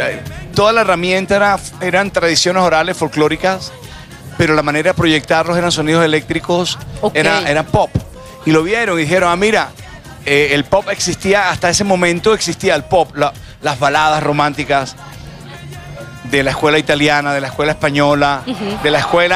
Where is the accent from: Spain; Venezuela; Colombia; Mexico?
Colombia; Caribbean Region; Y nosotros somos tropicales del Caribe, ¿sí? Somos los.